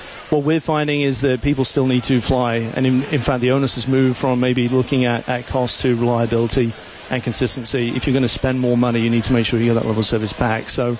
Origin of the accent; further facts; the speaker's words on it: England, United Kingdom; Yeah, I'm English, so I've been following along too.